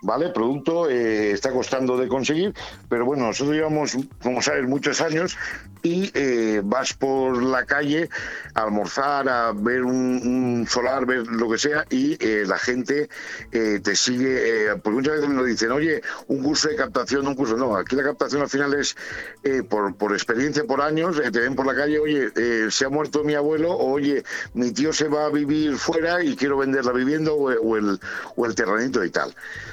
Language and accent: Spanish; Callosa d'en Sarrià, Valencian Community, Spain; Yo soy de Callosa, como bien sabes, y subo y bajo Benidorm 2 veces todos los días